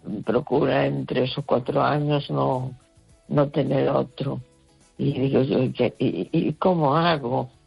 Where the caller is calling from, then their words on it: A Coruña, Galicia, Spain; de La Coruña.